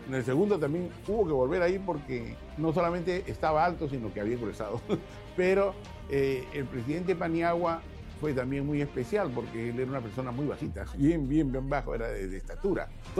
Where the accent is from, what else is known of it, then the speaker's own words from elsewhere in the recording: Peru; born there; Yo podría decir que nací entre bastidores porque nací en Girón Perú, en la casa de mi abuela, y mi padre bordaba y ahí yo, a la hora que jugaba entre los bastidores. Y me he criado yo toda mi vida.